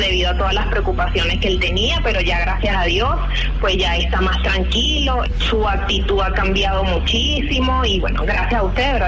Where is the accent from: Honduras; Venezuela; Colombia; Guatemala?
Venezuela; Sí, así es, soy venezolana.